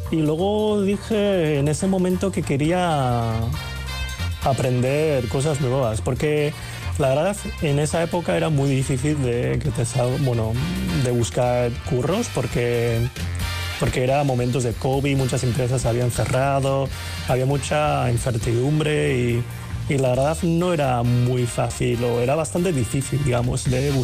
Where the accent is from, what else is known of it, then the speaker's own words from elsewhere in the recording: China; Igual ese como encasillamiento de que soy chino, que no, igual no hable muy bien el idioma, que desconozco, soy como turista o por ejemplo en los trabajos pues me ponen cosas que tienen que ver con China o con Asia